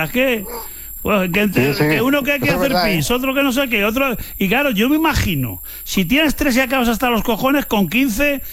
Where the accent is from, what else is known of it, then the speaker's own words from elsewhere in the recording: Ávila, Castile and León, Spain; En mi pueblo, en Ávila, no te podías casar en la iglesia.